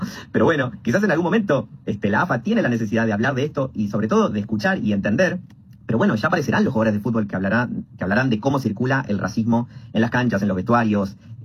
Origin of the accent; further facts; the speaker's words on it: Argentina; hago mi tutorial de soy un argentino marrón